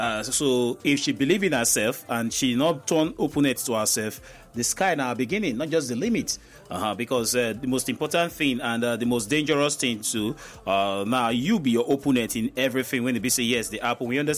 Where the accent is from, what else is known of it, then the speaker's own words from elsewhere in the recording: Nigeria; That now something with VCS will pray for each human to do, most especially as a Nigerian.